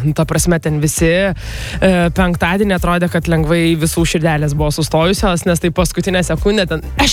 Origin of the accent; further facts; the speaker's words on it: Vilnius, Vilnius County, Lithuania; esu vilnietė